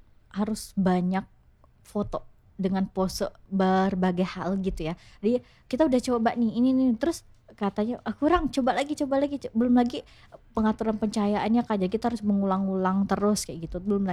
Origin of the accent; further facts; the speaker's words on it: Curup, Bengkulu, Indonesia; aku asalnya dari Curup aslinya